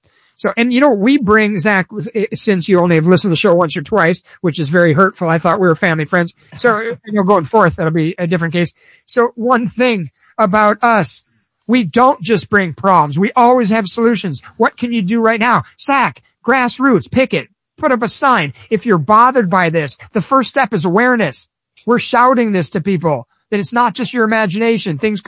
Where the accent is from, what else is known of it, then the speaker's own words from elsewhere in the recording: Chicago, Illinois, United States; Do I need to, you know, bring up the fact that I'm also from Chicago, Illinois?